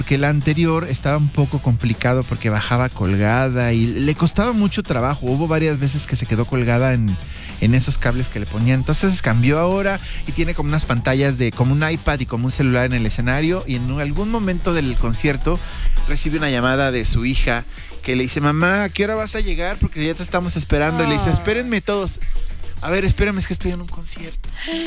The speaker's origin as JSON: {"language": "Spanish", "region": "San Luis Potosí", "country": "Mexico", "tie": "born there", "said": "mi pueblo, mi ciudad que me vio nacer."}